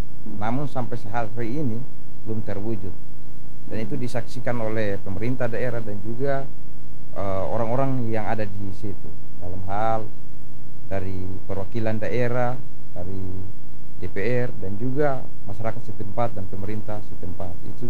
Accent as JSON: {"language": "Indonesian", "area": "Alor", "region": "East Nusa Tenggara", "country": "Indonesia", "tie": "born or raised there", "moved": "as an adult", "said": "Kalau saya kampungnya di Uskan, tepatnya di Uskan, okay. Desa Halerman, Kecamatan Alor Barat Daya."}